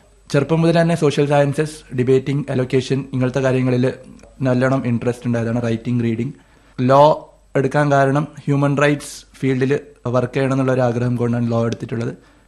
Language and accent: Malayalam; Kasaragod, Kerala, India; also born or lived in Mangalore; കാസർഗോഡ് നിന്നാണ് ഞാൻ വരുന്നത്. അപ്പോ എന്റെ പഠനങ്ങളൊക്കെ മിക്കവാറും മംഗലാപുരത്താണ് നടന്നിട്ടുള്ളത്. കാസർഗോഡ് സപ്തഭാഷ സംഘഭൂമിയായതുകൊണ്ട് അതേപോലെ സപ്തഭാഷകളെ കൈകാര്യം ചെയ്യാൻ എനിക്ക് പറ്റുന്നുണ്ട്.